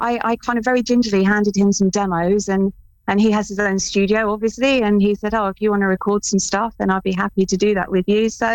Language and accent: English; London, United Kingdom; also born or lived in New York; I'm from North London